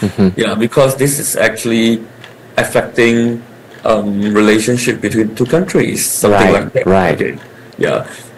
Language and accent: English; Malaysia; people might think that whatever I'm saying now is because I'm Malaysian, I'm trying to defend a Malaysian.